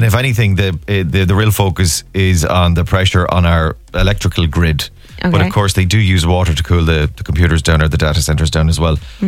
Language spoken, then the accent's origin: English; Mayo, Connacht, Ireland; I'm from Mayo.